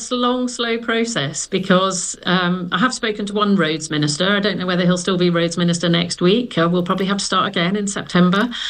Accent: Wantage, South East England, United Kingdom; born there; I've moved around a lot since I was born in Wantage

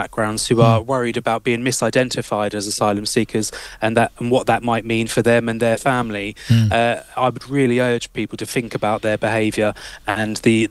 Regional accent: Thetford, East of England, United Kingdom; I grew up in Thetford.

